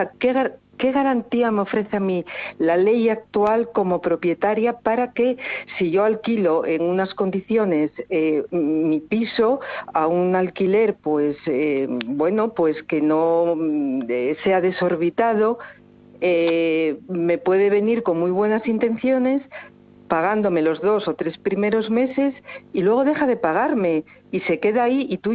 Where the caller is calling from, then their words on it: Avilés, Asturias, Spain; vivo en Avilés